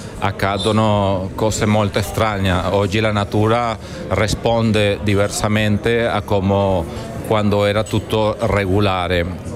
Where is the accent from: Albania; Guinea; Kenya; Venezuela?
Venezuela; Italian is a second language; moved away as an adult; also born or lived in Milan; now in Trieste, Italy; vengo dal Venezuela, sono arrivato nel 2017 per motivi di salute della mia madre a Milano, all'ospedale San Raffaello di Milano, e dopo ci siamo trasferiti a Trieste perché è una città più pacifica, più bella, luminosa